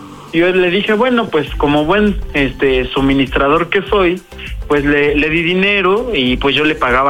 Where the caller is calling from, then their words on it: Mexico City, Mexico; Tengo 28 años y somos de acá de Azcapotzalco, de la Ciudad de México